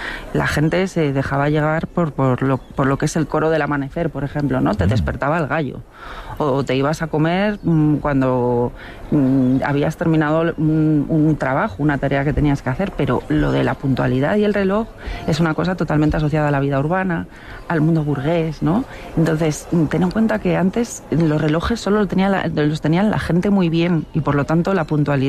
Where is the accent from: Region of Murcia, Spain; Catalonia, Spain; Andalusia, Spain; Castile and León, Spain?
Castile and León, Spain; Ponferrada; y además que yo soy una parvenu de Ponferrada.